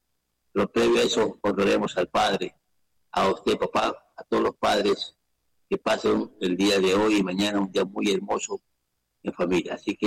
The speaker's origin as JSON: {"language": "Spanish", "country": "Ecuador"}